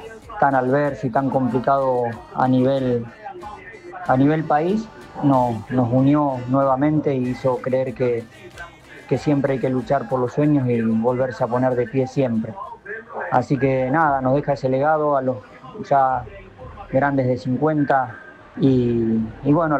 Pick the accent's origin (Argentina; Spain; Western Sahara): Argentina; Nada, tristeza, creo, como argentino en todos lados y en cada rincón del país.